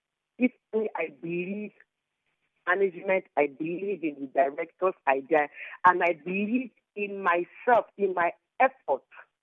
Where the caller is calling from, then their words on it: Port Harcourt, Rivers, Nigeria; I'm from Port Harcourt.